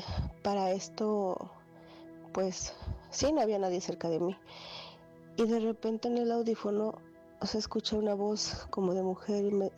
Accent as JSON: {"language": "Spanish", "town": "Cuernavaca", "region": "Morelos", "country": "Mexico", "lives_now": "Indianapolis, United States", "said": "reportándome desde Indianapolis, Indiana. Yo soy de Cuernavaca, pero vivo aquí."}